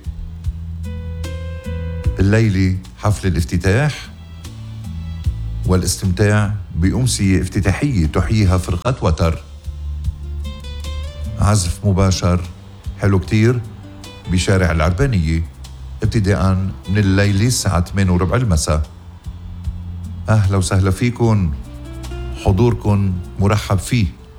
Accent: Lebanon; إن شاء الله تشتي خيرة السماء على وطننا لبنان يا رب

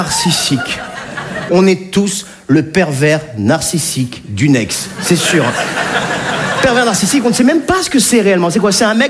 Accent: Nice, Provence-Alpes-Côte d'Azur, France; now in Paris, France; je suis niçois, je ne fais pas partie de ces sudistes qui tapent sur les Parisiens, pas du tout.

